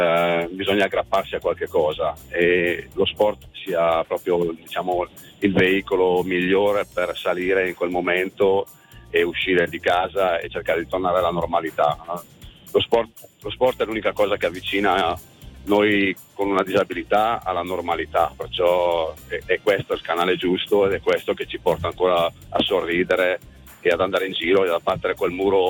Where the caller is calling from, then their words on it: Castiglione delle Stiviere, Lombardy, Italy; Io sono di Castiglione Stiviere